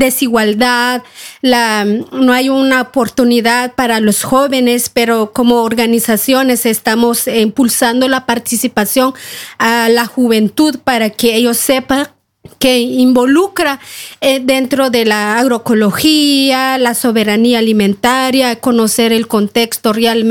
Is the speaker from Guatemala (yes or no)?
yes; Guatemala